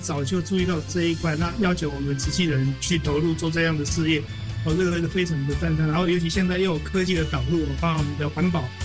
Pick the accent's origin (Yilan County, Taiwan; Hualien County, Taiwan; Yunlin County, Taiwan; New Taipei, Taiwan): Yunlin County, Taiwan; now in Taipei, Taiwan; 我是云林人